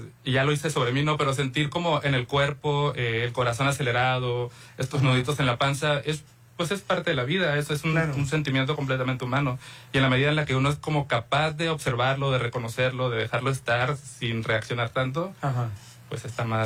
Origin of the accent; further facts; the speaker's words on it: Mexicali, Baja California, Mexico; Yo soy de Mexicali.